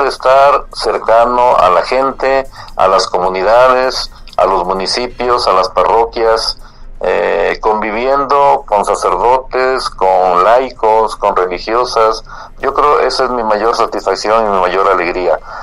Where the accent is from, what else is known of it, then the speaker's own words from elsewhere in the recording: Mixteca, Mexico; now in Puebla, Mexico; si me invitan a mi tierra, a la Mixteca, seré muy feliz